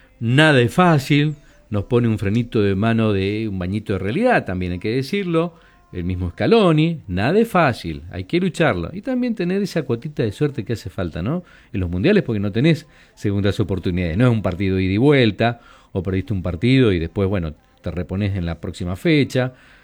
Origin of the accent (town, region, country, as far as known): Argentina